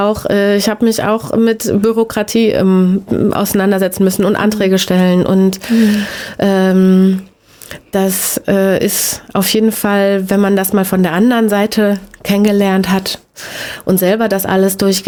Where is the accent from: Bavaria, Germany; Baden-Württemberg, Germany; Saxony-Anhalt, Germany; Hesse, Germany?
Hesse, Germany; Eschwege; moved away as an adult; also born or lived in Leipzig; Ich bin in Eschwege geboren sogar und hier aufgewachsen. Bin dann mit 19 weg, ab in die Welt